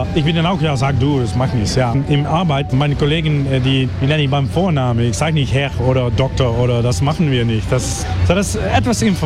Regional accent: southern Netherlands, Netherlands; accent: soft G (southern Dutch); German is a second language; ich komme aus dem Süden und ich habe gar ein, das ist typisch für alles überrheinische Niederländisch. Und hier im Süden sagen wir immer mit dem sachte G, die zarte G, das Brabantisch und das Limburgisch hat eine sachte G.

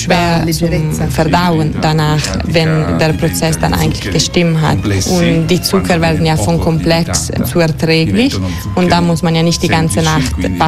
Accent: Bolzano, Trentino-Alto Adige, Italy; ich bin in Bozen geboren. Ich habe hier die Oberschule gemacht

